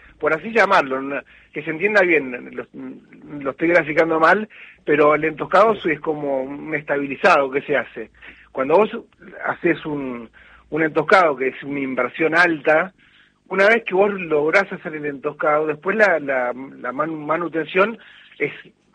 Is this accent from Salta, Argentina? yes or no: no; Junín, Buenos Aires Province, Argentina; yo soy acá de Junín